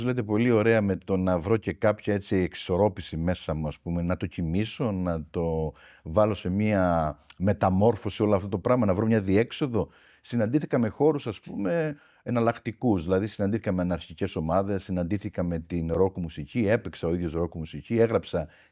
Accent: Heraklion, Crete, Greece; Βέβαια, ήμουν και ένα παιδί το οποίο μεγάλωσα στο Ηράκλειο.

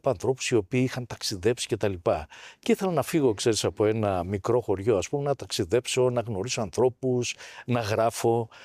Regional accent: Peloponnese, Greece; Μεγάλωσα στο Μάνερ Αρκαδίας καταρχάς.

